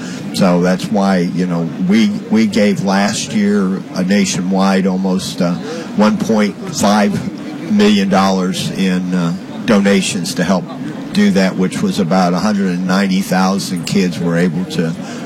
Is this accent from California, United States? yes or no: no; Houston, Texas, United States; we're both from Houston